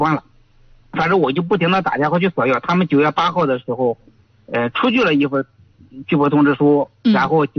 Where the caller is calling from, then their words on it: Yuncheng, Shanxi, China; 我是咱们就是盐湖区的。